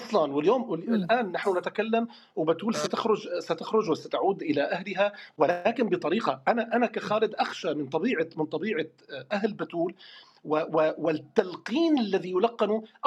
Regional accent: Syrian coast, Syria

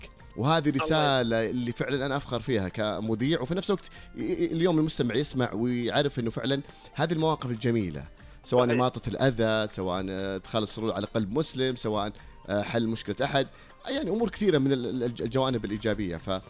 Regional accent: Saudi Arabia

